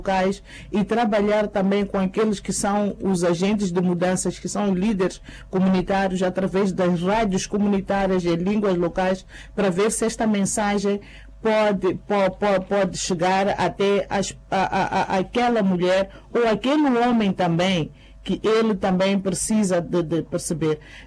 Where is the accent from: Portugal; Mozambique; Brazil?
Mozambique; Xidenguele, Gaza; born there; Por acaso, Xidenguele é onde eu nasci